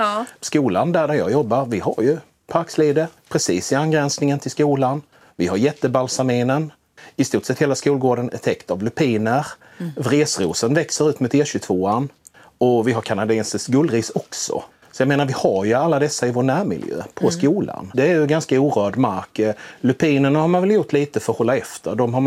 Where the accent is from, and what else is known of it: Blekinge, Sweden